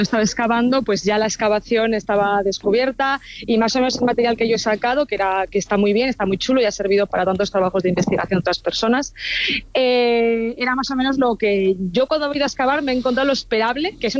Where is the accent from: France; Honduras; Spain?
Spain; Miranda de Ebro, Castile and León; moved away as an adult; yo por eso quería hacer algo en mi tierra, en Miranda.